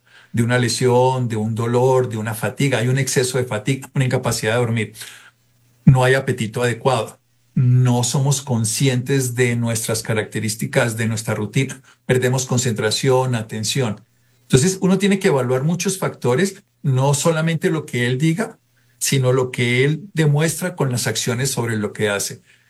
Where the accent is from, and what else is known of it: Colombia